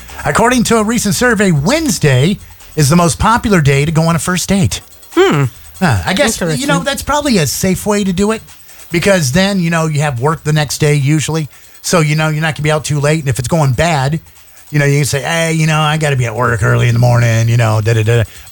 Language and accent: English; Mississippi, United States; No, just because I'm from Mississippi